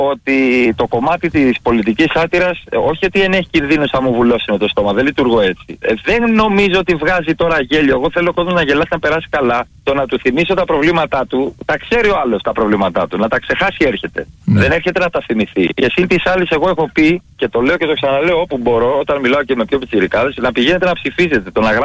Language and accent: Greek; Megalochari, Epirus, Greece; Έχουν γίνει τεράστιες ομιλίες στο χωριό μου.